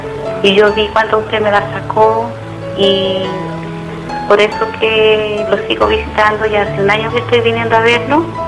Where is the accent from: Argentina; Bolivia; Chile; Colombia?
Chile; Hijuelas, Valparaíso; soy de Ijuela. Un día venía a Quillota y me atreví a pasar a visitarlo